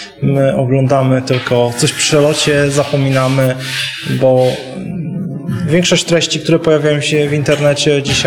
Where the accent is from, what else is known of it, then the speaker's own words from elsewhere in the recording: Podlaskie Voivodeship, Poland; Ale jestem stąd i dlatego piszę o tych miejscach.